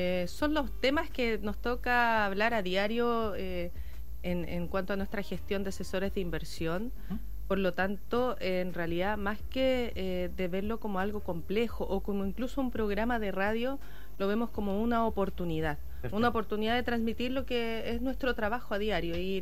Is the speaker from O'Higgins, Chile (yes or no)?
no; Valparaíso, Chile; yo soy porteña de corazón